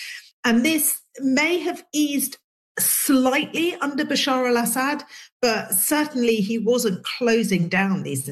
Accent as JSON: {"language": "English", "region": "England", "country": "United Kingdom", "tie": "born or raised there", "said": "when me and Asma were young girls growing up in England."}